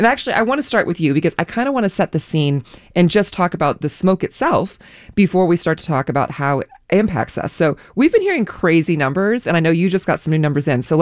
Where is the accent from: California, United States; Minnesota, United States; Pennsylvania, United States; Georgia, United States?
Minnesota, United States; Being a Minnesotan, I think sometimes we talk about, you know, it's 10 below, it's 20 below, it's 30 below